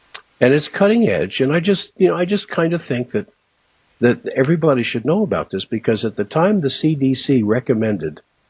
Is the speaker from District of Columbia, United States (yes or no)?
yes; Washington, District of Columbia, United States; I grew up in Washington, D.C., followed my friends out west to go to school, out of high school, and discovered the West